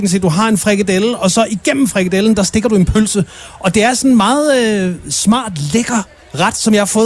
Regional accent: Næstved, Zealand, Denmark; born there; moved away; der, hvor jeg kommer fra her omkring Næstved

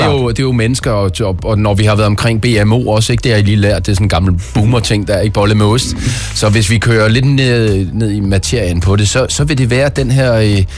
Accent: Central Denmark Region, Denmark; now in France; Og det nu er jeg jo fra Midtjylland, så jeg kender hele Danmark.

